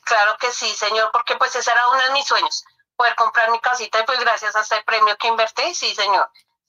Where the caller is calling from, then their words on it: Bogotá, Colombia; me estoy llamando desde Monte Blanco, es de Bogotá.